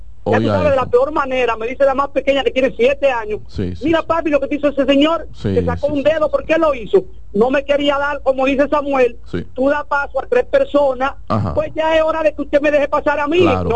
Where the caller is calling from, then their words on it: Licey al Medio, Santiago, Dominican Republic; yo soy de Licey al Medio, Santiago.